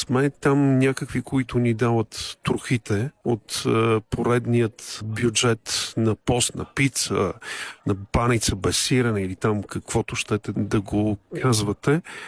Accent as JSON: {"language": "Bulgarian", "town": "Lovech", "region": "Lovech Province", "country": "Bulgaria", "tie": "born or raised there", "also_born_or_lived": "Pleven", "moved": "as an adult", "said": "когато за пръв път приех на 29 години да стана директор на театъра в родния ми град Ловеч"}